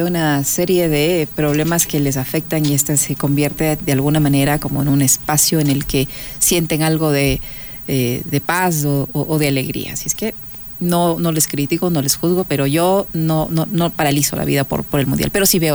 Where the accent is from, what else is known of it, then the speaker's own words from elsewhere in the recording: Ecuador; como buena ecuatoriana le sigo a la selección